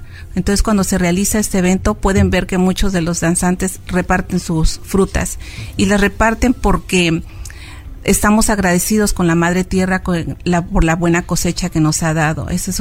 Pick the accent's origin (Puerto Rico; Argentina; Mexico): Mexico; Oaxaca; born there; moved away; tanto en Oaxaca, yo de niña iba a la Guelaguetza